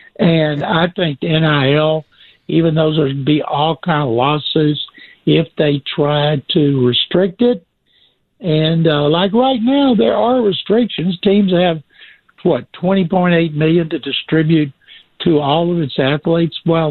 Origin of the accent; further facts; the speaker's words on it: Texas, United States; I grew up in Texas